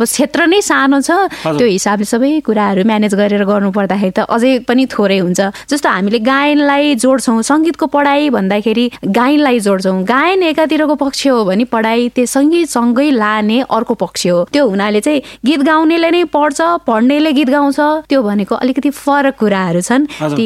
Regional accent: Devdaha, Lumbini Province, Nepal; moved away as an adult; also born or lived in Butwal; now in Kathmandu, Nepal; मेरो जन्म चाहिँ देवदह रूपन्देहीमा भयो, बाल्य अवस्था पनि त्यहीँ बित्यो, मेरो पढाइ प्लस टू लेभलसम्म त्यहीँ भयो। त्यस पश्चात चाहिँ म पढाइकै लागि मेरो दिदीहरू यतै हुनुहुन्थ्यो काठमाडौँमै, यतै पढौँ भनेर यतै आइयो।

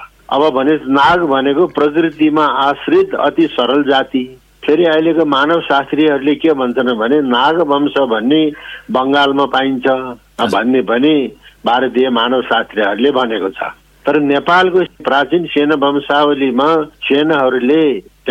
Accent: Yangjakot, Gandaki Province, Nepal; मेरो गाउँ कास्की मादी गाउँपालिकाको वडा नम्बर 3 याङ्जोकोट हो

